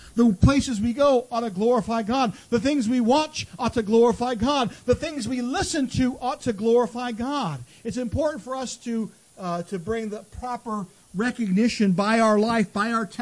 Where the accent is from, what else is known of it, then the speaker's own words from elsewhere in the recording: Temecula, California, United States; back yonder when I grew up in Temecula, California, it was a small town.